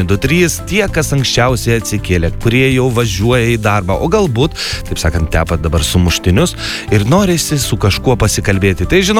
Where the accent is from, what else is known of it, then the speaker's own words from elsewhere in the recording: Vilnius, Vilnius County, Lithuania; Aš iš Vilniaus